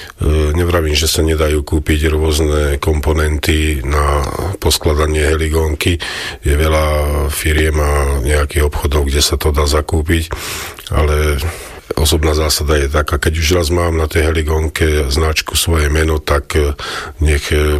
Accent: Banská Bystrica Region, Slovakia; U nás na Podpoľaní

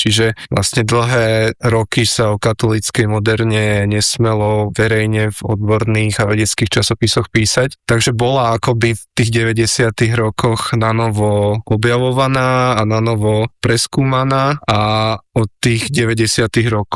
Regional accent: Šurany, Nitra Region, Slovakia; Prvýkrát som sa s jeho dielom stretol ešte ako gymnazista, keď som v mojom rodnom meste v Šuranoch navštevoval tane vysveteného kňaza Vendelina Lacu

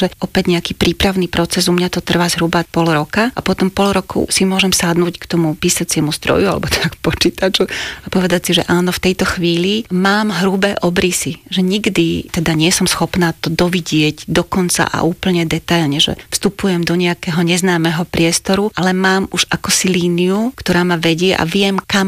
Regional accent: Bratislava, Bratislava Region, Slovakia; Klasický model, žili sme v Bratislave, ja som rodina Bratislavčanka.

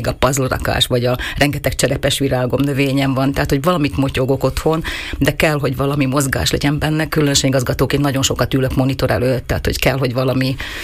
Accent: Krasnohorské Podhradie, Košice Region, Slovakia; Ugye hegyek, erdő között nőttem föl, és a gyerekkorom Krasznokán, illetve nagymamámmal Várhosszúréten töltöttük.

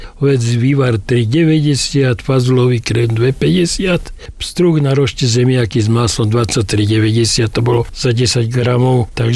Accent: Hybe, Žilina Region, Slovakia; pochádzam z Hyb

